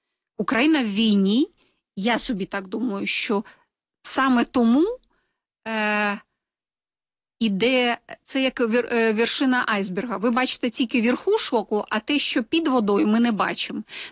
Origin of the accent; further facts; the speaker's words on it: Belarus; Ми ж терплячі, ми ж білоруси.